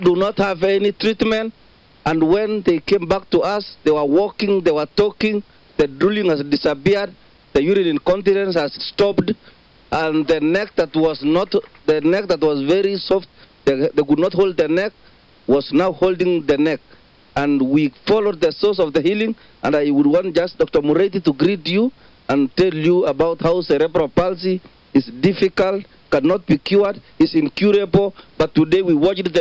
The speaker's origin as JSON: {"language": "English", "country": "Kenya", "said": "that's why we are here today as Kenyan doctors."}